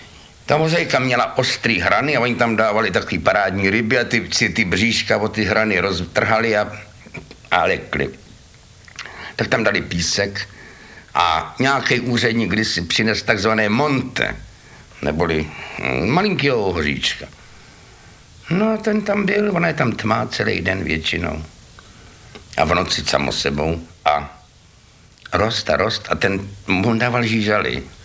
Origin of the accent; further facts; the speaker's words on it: Prague, Czechia; Já jsem z Prahy. To je tedy náramná asociace. Ty žížaly a ty seš z Prahy. Ano, já jsem z Prahy žížala teda.